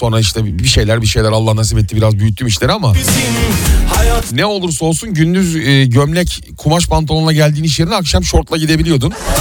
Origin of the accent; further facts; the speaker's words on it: Istanbul, Turkey; also born or lived in Bakırköy, Istanbul; ben Bakırköy'de doğdum büyüdüm, Bahçelievler'de doğdum büyüdüm. Ön tarafımız açıktı ama arka taraftaki bina ile aramızda 5 metre yoktur.